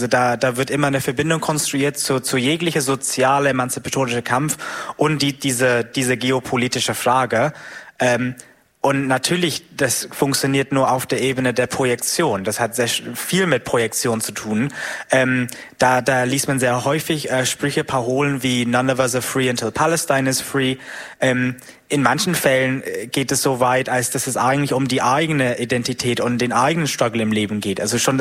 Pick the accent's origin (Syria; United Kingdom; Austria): United Kingdom; German is a second language; So eine schöne Veranstaltung wie heute Abend könnte ich in Großbritannien, wo ich herkomme, niemals machen.